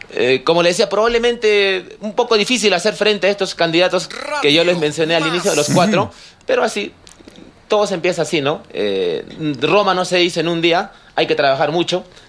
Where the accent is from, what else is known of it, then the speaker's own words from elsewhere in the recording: Paucarpata, Arequipa, Peru; tengo 32 años, soy vecino de Pucarpata desde toda mi vida, soy de la parte alta